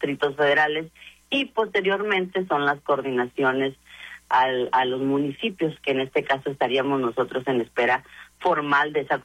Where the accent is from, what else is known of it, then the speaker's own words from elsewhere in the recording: Ahome, Sinaloa, Mexico; nacida aquí en Ahome, aquí he estudiado, aquí he crecido, es mi tierra